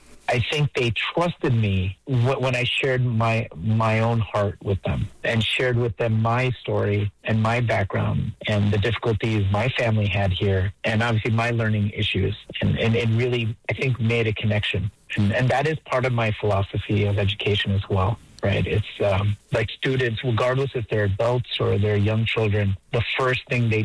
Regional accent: New York, United States; I'm Indian, right? I'm born and raised in New York, all my life. But I'm an Indian guy

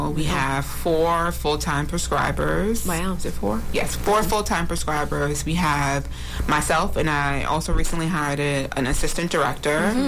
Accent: Brooklyn, New York, United States; you know, I'm from Brooklyn.

